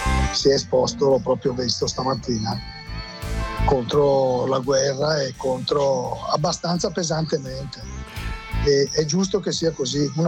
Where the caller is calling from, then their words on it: Lumezzane, Lombardy, Italy; da Lumezzane.